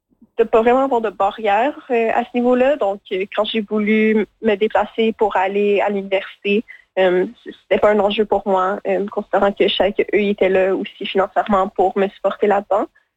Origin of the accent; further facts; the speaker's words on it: Winnipeg, Manitoba, Canada; Je sais que moi, quand j'ai grandi à Winnipeg, donc peut-être quand j'étais plus jeune, c'était plus un enjeu pour moi.